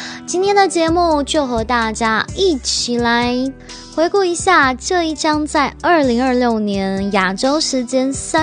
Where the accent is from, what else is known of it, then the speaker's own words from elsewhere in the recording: Qingdao, Shandong, China; 也是我的家乡青岛站的名字